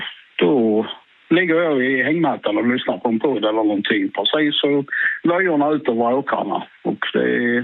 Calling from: Skåne, Sweden; Mitt i centrala Skåne, lite norr om Hur. Så det är ganska precis mitten av Skåne.

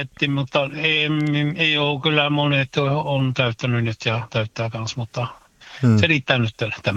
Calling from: Seskarö, Norrbotten County, Sweden; Täällä mulla on Setkaroissa studio

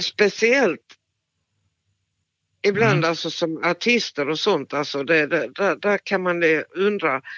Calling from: Svalöv, Skåne, Sweden; Svalöv i Skånes kommun.

